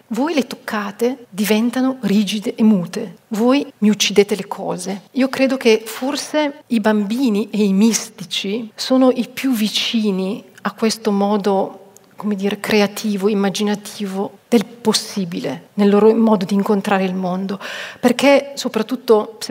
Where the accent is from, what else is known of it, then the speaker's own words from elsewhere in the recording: Vienna, Austria; vengo da Vienna